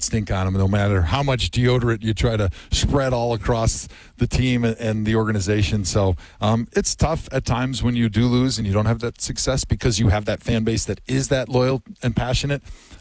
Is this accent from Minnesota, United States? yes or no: no; Wisconsin, United States; moved away; I grew up in Wisconsin. I grew up a massive Packer fan.